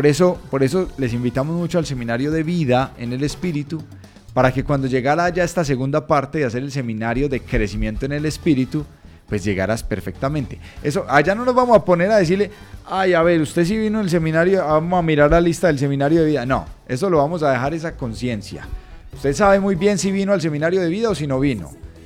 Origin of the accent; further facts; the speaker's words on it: Colombia; ¡Qué bonito día para recordar que somos colombianos!